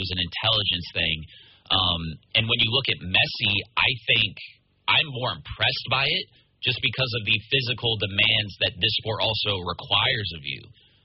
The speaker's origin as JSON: {"language": "English", "region": "the South", "country": "United States", "said": "I'm from the South, right? Like, I did not grow up – it was baseball, football, basketball."}